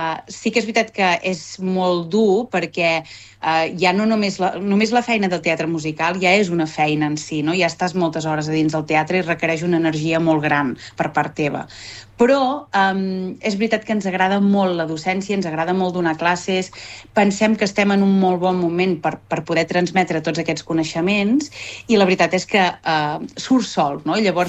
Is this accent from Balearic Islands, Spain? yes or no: no; Olot, Catalonia, Spain; Com que jo sóc d'Olot, l'Edgar és de Valls, ja li queda una mica més lluny a Tarragona